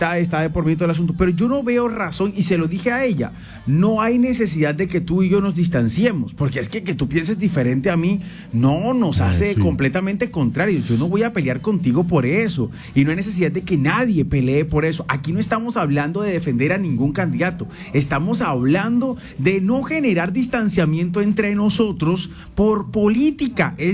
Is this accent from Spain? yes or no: no; Colombia; Somos colombianos, todos.